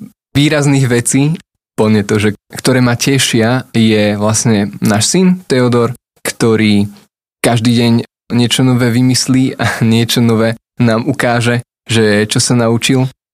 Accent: Žilina, Žilina Region, Slovakia; moved away as an adult; also born or lived in Levice; now in Trnava, Slovakia; Spomínal som, že som zo Žiliny, tam som aj uveril v 18. Potom po svadbe s Tinkou sme žili v Leviciach 4,5 roka a teraz momentálne od roku 21 bývame v Trnave

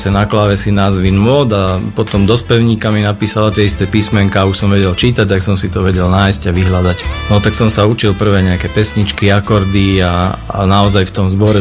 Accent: Klenovec, Banská Bystrica Region, Slovakia; ja som z Klenovca, aj zo zboru baptistického v Klenovci

